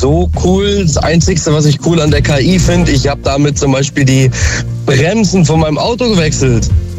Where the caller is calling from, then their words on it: Jettingen-Scheppach, Bavaria, Germany; Ich komme aus Schwaben, aus Jettingen-Schepper.